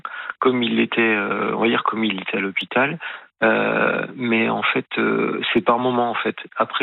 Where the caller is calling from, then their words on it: Bourgogne-Franche-Comté, France; moi, je suis sur le Jura.